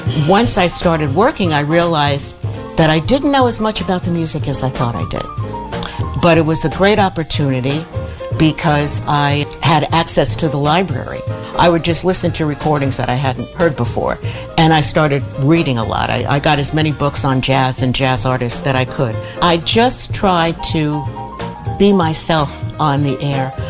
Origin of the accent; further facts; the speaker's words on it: New York City, New York, United States; moved away as an adult; now in Los Angeles, United States; I was born in 1954 in New York City. New York was a great place to grow up because you were exposed to so much culture.